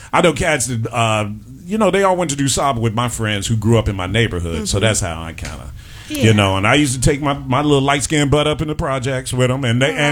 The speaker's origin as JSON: {"language": "English", "town": "Chicago", "region": "Illinois", "country": "United States", "tie": "born or raised there", "said": "I grew up right down the street from Robert Taylor Homes."}